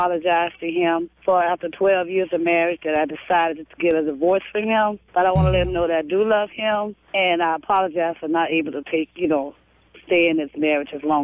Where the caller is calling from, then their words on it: St. Petersburg, Florida, United States; I'm calling from St. Petersburg.